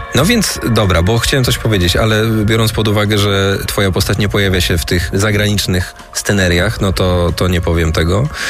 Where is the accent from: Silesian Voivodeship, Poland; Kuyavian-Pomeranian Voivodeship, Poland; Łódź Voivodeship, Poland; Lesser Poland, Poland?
Łódź Voivodeship, Poland; Łódź; Tak, a ja jestem z Łodzi w ogóle.